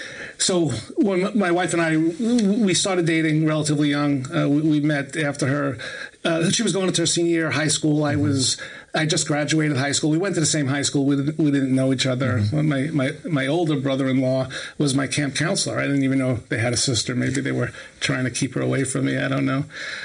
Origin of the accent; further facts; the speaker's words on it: Brooklyn, New York, United States; And then my neighborhood, by the way, where I grew up in Brooklyn, I grew up in a neighborhood that was 99% Jewish, right?